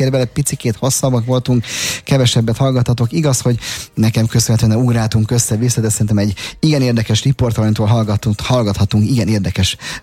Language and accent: Hungarian; Budapest, Hungary; Én gyerekkoromban a Lehel piac mellett nőttem fel